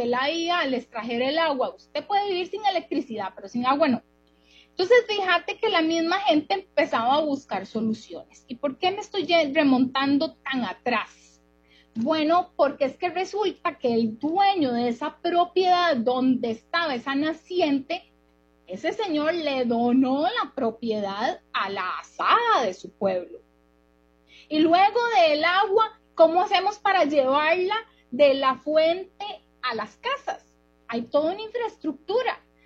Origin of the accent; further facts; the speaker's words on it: San José, Costa Rica; yo venía aquí porque yo me crié en San José la mayor parte de mi vida, 32 años, pero yo venía aquí a San Carlos chiquilla porque mi papá sembraba caña.